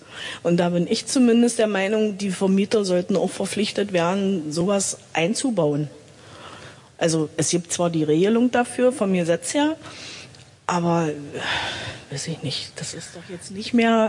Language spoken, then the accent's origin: German; Rottleben, Saxony-Anhalt, Germany; also born or lived in Roßlau; Ja, seit der Geburt. Also in Roßlau geboren, in Rottleben aufgewachsen.